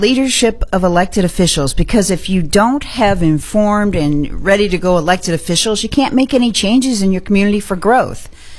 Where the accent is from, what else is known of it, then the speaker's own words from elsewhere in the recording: Illinois, United States; I'm from Illinois, and we barely knew our officials because they were in Chicago and we were in mid-Illinois.